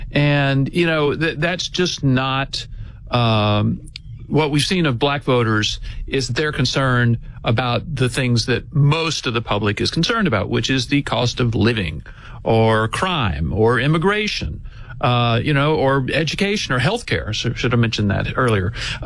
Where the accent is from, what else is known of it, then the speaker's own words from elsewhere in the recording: Alabama, United States; Yeah, and you know, and I hear, I'm from Alabama, but I hear there's a lot of football in Michigan, you know, big stadiums.